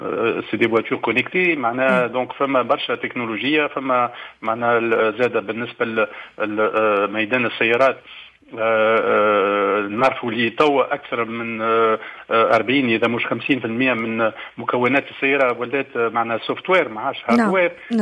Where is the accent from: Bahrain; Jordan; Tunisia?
Tunisia